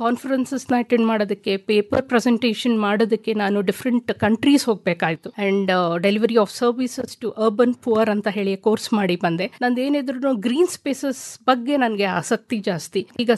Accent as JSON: {"language": "Kannada", "town": "Mysore", "region": "Karnataka", "country": "India", "tie": "born or raised there", "said": "ಮೈಸೂರಿನವಳು, ಹುಟ್ಟಿ ಬೆಳೆದಿದ್ದು ಎಲ್ಲ ಮೈಸೂರಿನಲ್ಲೇ."}